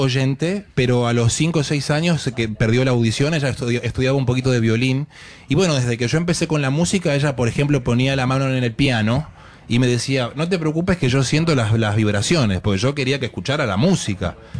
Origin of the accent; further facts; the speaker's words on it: Argentina; pero también como argentino